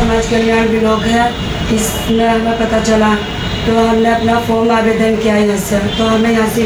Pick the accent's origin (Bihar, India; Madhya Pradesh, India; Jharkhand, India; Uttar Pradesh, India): Uttar Pradesh, India; Awazpur; मंडावर बिजनौर से आवाजपुर की रहने वाली।